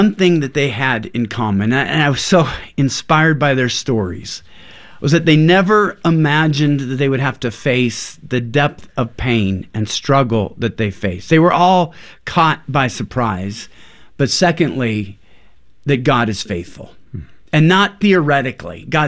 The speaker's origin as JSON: {"language": "English", "region": "Pacific Northwest", "country": "United States"}